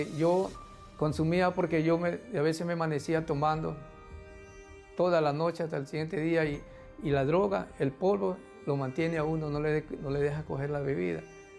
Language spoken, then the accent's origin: Spanish; Guayaquil, Guayas, Ecuador; porque yo aquí en Guayaquil me vine de muy pequeño, me vine del campo, me crié solo aquí en Guayaquil, viví solo